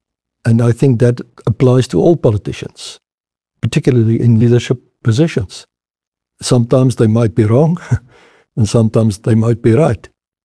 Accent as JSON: {"language": "English", "country": "South Africa", "said": "I'm an Afrikaner from South Africa myself, and I can say that I've never experienced something of that kind."}